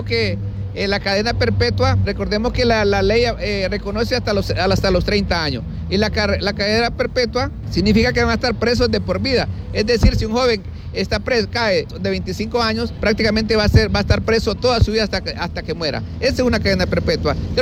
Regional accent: Honduras; No prosperamos como hondureños.

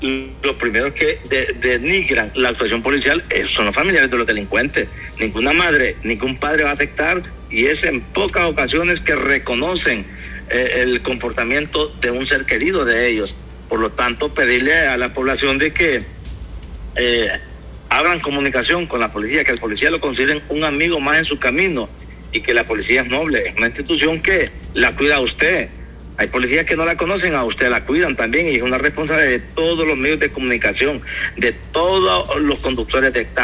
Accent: Honduras; Todos los policías que formamos parte de esta institución policial somos personas hondureñas, somos de tierra adentro, somos de ciudad y todo.

